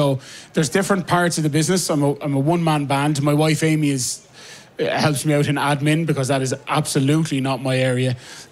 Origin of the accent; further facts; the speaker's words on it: County Wicklow, Ireland; I'm from Wicklow